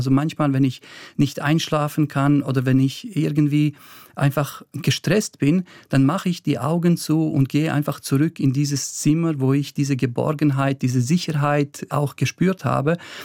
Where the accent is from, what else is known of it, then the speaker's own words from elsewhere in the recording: Wattwil, St. Gallen, Switzerland; also born or lived in Bosnia and Herzegovina; Ich bin in Bosnien geboren, in Wattwil in Tockenburg bin ich aufgewachsen. Meine Imam-Ausbildung habe ich in Sarajevo gemacht.